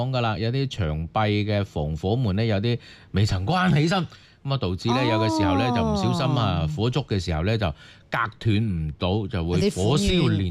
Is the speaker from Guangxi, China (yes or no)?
yes; Pingnan, Guangxi, China; 我系平南呢、這个月亮湾社区噶。